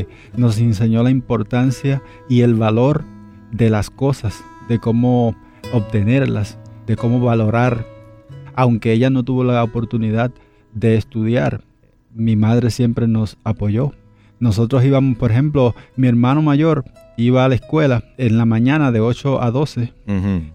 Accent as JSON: {"language": "Spanish", "country": "Dominican Republic", "tie": "born or raised there", "said": "Y el personal de la Federación de Deportes de la República Dominicana tuvo que bajar a mi pueblo. Y ahí, pues, ellos me vieron."}